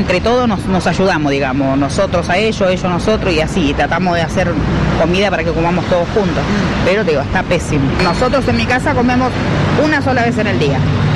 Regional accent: José C. Paz, Buenos Aires Province, Argentina; Soy de José C. Paz y ama de casa.

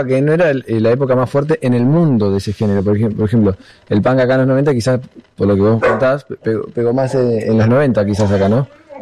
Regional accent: La Plata, Buenos Aires Province, Argentina; fue uno de 2 minutos en La Plata, yo soy de La Plata, y fue me aflojaron un diente en el pogo.

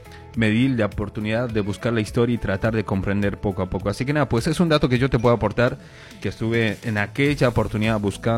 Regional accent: El Alto, La Paz, Bolivia; yo soy de La Paz, del Alto

